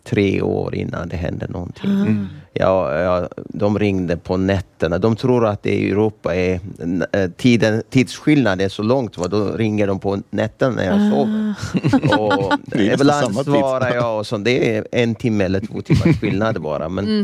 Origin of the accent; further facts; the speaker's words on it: Ethiopia; Swedish is a second language; now in Sweden; jag är från Etiopien och har etiopisk bakgrund. Jag brukar kalla mig svensk pingsmissionsprodukt från Etiopien så jag är uppvuxen under kommunisttiden i Etiopien